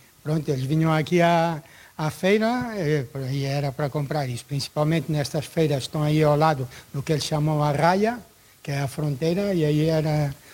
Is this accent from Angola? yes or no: yes; Angola; born there; moved away; also born or lived in Viseu, Portugal / France / Madrid, Spain; eu nasci em Angola, eu vim de Angola no ano 75, e pronto, estive aqui em Portugal, na zona de Viseu, estive para aí 7 anos, depois fui embora.